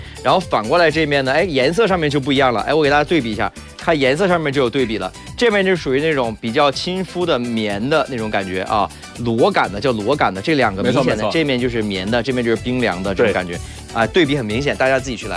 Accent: Northeast China, China; 我们东北话讲叫膈应

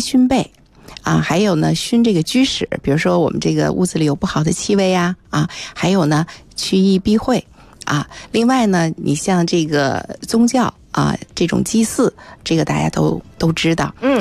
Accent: China; 我们中国人

